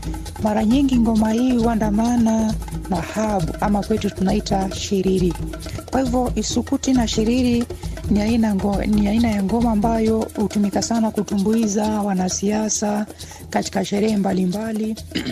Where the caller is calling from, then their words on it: Mbale, Vihiga County, Kenya; mie mwenyewe natokea magharibi ya Kenya, upande wa Vihiga kule Sabatia Mbale.